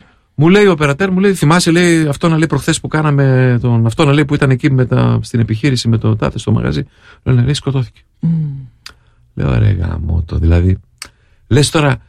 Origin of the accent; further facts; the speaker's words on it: Greece; είδε ότι είμαι Έλληνας